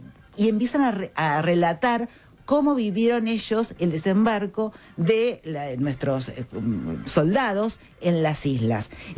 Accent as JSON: {"language": "Spanish", "country": "Argentina", "said": "mirá, yo soy argentino, vengo a documentar esto"}